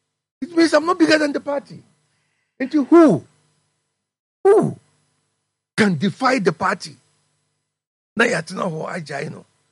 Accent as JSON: {"language": "English", "country": "Ghana", "said": "Woman who we are Ghanaian. That's all."}